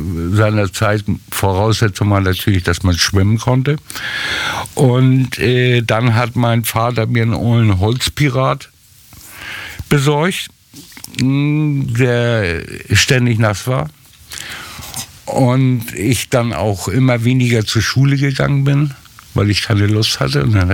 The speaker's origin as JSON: {"language": "German", "region": "Hamburg", "country": "Germany", "tie": "born or raised there", "also_born_or_lived": "Louisenlund, Schleswig-Holstein", "said": "Ich bin, warum auch immer, in Blankenese groß geworden. Bin natürlich zur Grundschule da gegangen."}